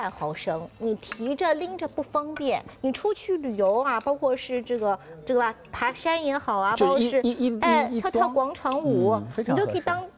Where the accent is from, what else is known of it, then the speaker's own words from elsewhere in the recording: China; 我们中国人都会以一个叫做以茶会友